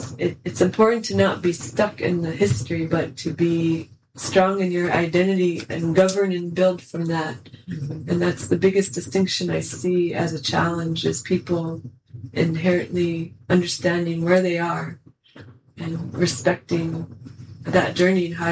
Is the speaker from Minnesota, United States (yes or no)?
no; Nome, Alaska, United States; I'm a King Islander. I'm from Nome, Alaska. And I was raised by my strong family of King Island Native women.